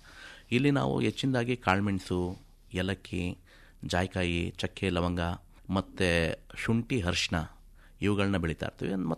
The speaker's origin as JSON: {"language": "Kannada", "region": "Karnataka", "country": "India"}